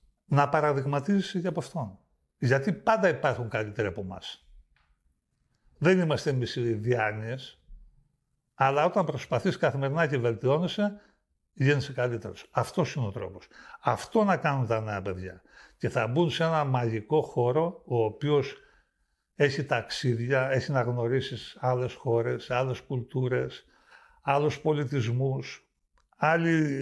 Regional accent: Greece

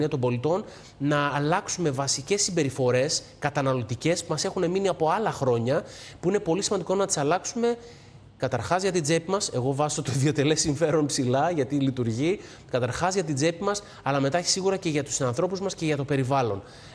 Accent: Greece; moved away as an adult; also born or lived in Northern Europe

